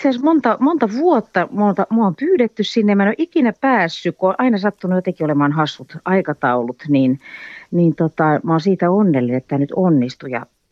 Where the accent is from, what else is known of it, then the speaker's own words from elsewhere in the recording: France; mä itse olen lapsuuteni viettänyt Ranskassa ja itsehän mä asun nykyäänkin Ranskassa jo 13 vuotta ollut ja on koko kouluikänikin käynyt ranskalaista koulua